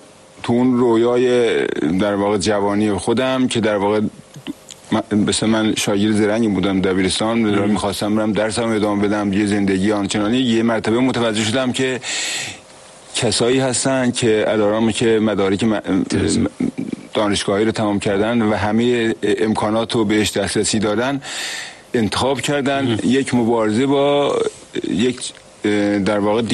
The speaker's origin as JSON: {"language": "Persian", "town": "Zanjan", "region": "Zanjan Province", "country": "Iran", "said": "من خودم اهل زنجان هستم."}